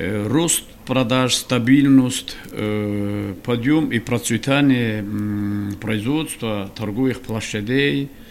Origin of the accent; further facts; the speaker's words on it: Kharbuk, Dagestan, Russia; Мы харбукцы, я родом из Харбука.